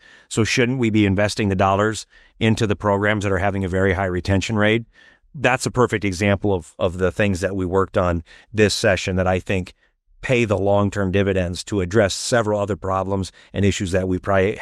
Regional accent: Iowa, United States; They want to grow up, I think, the way I grew up here in Iowa. In the 80s and the 90s

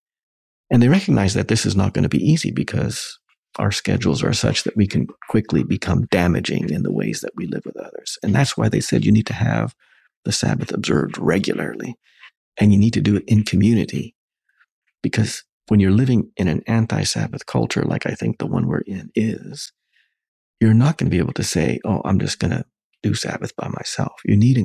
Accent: Western Canada, Canada; I'll bring it back to my grandfather again, because I grew up with him in Western Canada, and obviously he was an immigrant.

